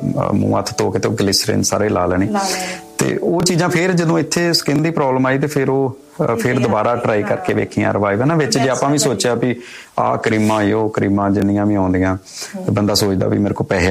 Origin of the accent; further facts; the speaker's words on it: Batala, Punjab, India; ਅਸੀਂ ਵੀ ਬਟਾਲੇ ਵਾਲੇ ਆ।